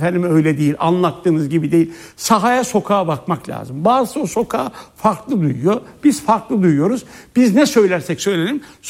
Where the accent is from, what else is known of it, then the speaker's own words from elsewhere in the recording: Nevşehir, Turkey; Nevşehir'den bir çiftçi yazmış. Ben Nevşehirliyim bu arada.